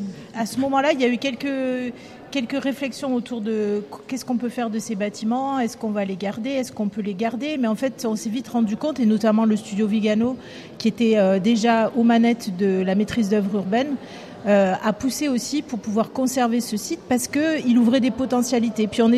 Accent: Marseille, Provence-Alpes-Côte d'Azur, France; je suis marseillaise

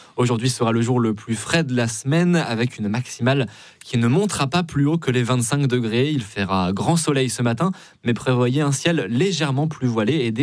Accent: Île-de-France, France; Dans les Yvelines.

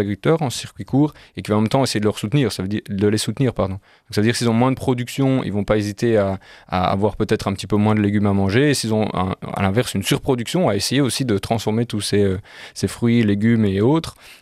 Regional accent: Brussels, Brussels-Capital Region, Belgium; moi je suis issu de Bruxelles

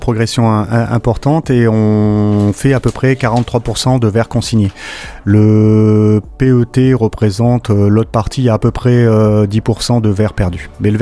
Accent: Grand Est, France; On a quand même toujours un produit qui de chez nous en Alsace, dans chaque poste alsacien.

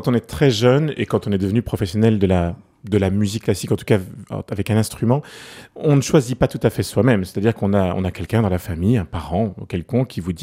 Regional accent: Brussels, Brussels-Capital Region, Belgium; j'ai grandi à Bruxelles, dans le nord de Bruxelles, du côté de Jette, précisément. Et donc, Jette, c'est une espèce d'enclave bruxelloise. Enfin, c'est un petit village quelque part dans Bruxelles. Ça fonctionne autrement. Les métros n'y arrivaient pas facilement, les trams non plus. Il y a un bois, il y a un parc.

